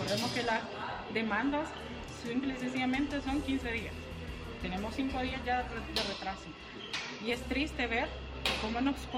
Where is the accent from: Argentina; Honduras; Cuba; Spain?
Honduras; Todas las personas que estamos aquí somos hondureños y que tenemos derechos a una estabilidad laboral